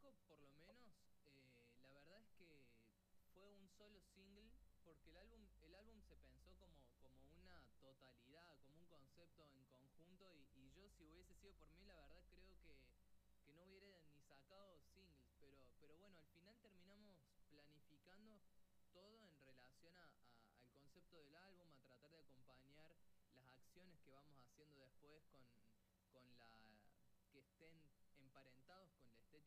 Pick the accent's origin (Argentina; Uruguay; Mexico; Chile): Argentina; Córdoba; Somos amigos de Córdoba de hace un montón de años